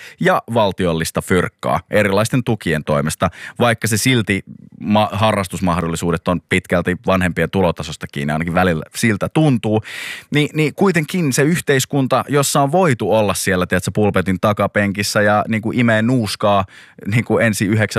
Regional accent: Helsinki, Uusimaa, Finland; mä oon itse Pohjois-Helsingistä

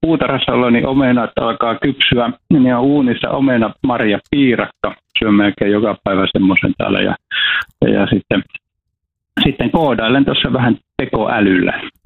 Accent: Iisalmi, North Savo, Finland; born or raised there

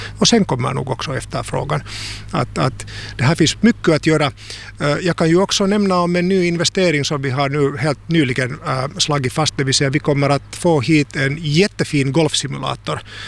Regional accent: Tampere, Pirkanmaa, Finland; also born or lived in Helsinki; Alltså jag är ju ursprungligen Tammerforspojke. Jag har vuxit upp i Tammerfors och gått svenska samskolan i Tammerfors

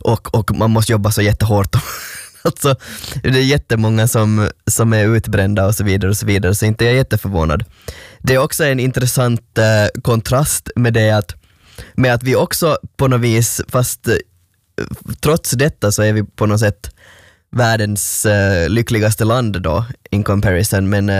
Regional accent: Finland; Jag tror att vi som är finländare, vi har ett lite konstigt så här, lite konstig arbetskultur.

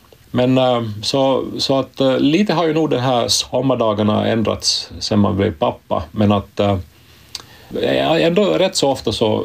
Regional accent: Ostrobothnia, Finland; Jag är från Österbotten och det här... Jag hade aldrig någon sommarstuga i vår släkt.

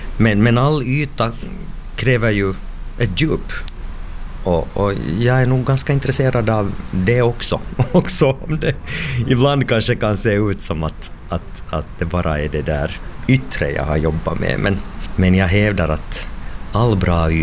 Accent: Hanko, Uusimaa, Finland; jag är från Hange, en blåsig udde 40 kilometer ut i Östersjön. I Hange blåser det alltid också om det inte blåser.

